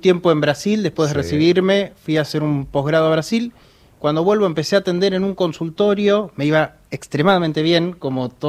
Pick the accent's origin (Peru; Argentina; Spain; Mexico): Argentina; Buenos Aires; also born or lived in Aldo Bonzi, Argentina; Acá, soy porteño.